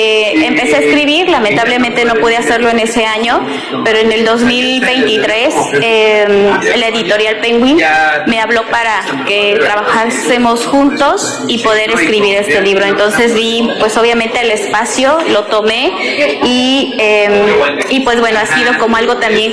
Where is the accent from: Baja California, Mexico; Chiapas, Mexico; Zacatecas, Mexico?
Chiapas, Mexico; San Juan Chamula; hablo de los pueblos originarios porque soy del pueblo de San Juan Chamula.